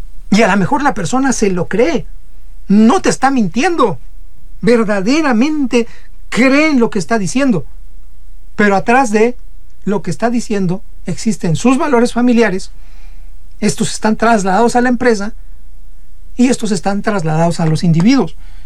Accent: Mexico

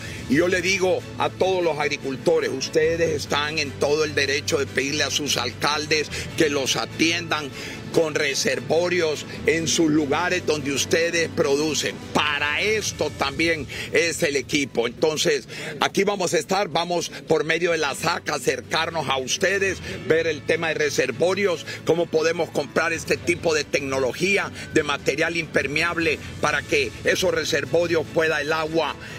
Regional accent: Honduras

